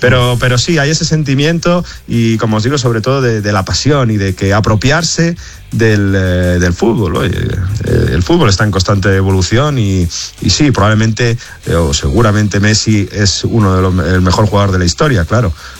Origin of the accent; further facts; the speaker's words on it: Spain; now in Madrid, Spain; como decimos en España